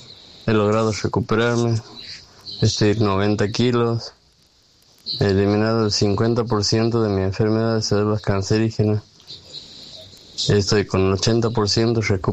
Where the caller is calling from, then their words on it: Santiago del Estero, Argentina; soy de Santiago del Estero.